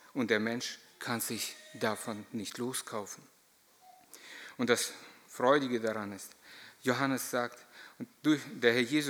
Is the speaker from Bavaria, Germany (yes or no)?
no; Lower Saxony, Germany; Hier bei uns in Emsland damals schon konntest du das alles nicht so offen stehen lassen.